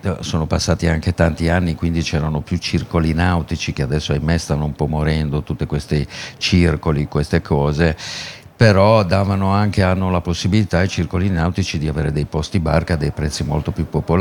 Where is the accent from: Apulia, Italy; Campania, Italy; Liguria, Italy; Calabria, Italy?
Liguria, Italy; siamo liguri